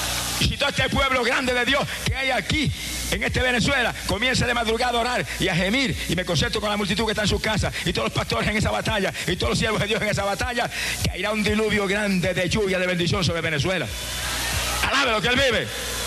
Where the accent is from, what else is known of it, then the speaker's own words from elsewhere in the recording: Puerto Rico; Yo era una estrella en el deporte en mi país.